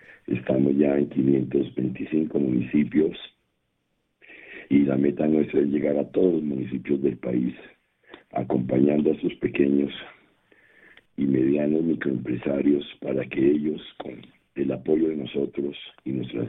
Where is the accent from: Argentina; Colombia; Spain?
Colombia; Bogotá; Yo soy bogotano.